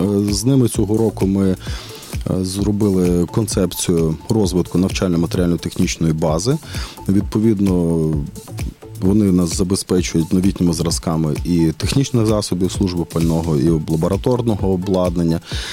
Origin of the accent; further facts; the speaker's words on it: Ivano-Frankivsk, Ivano-Frankivsk Oblast, Ukraine; Я теж з Франківська.